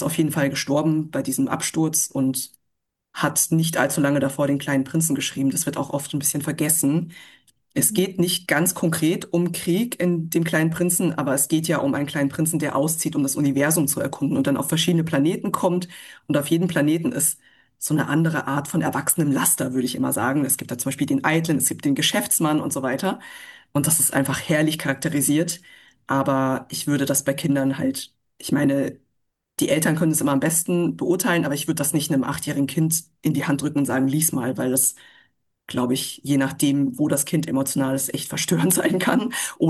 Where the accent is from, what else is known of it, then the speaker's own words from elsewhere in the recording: Munich, Bavaria, Germany; da ich in München geboren und aufgewachsen bin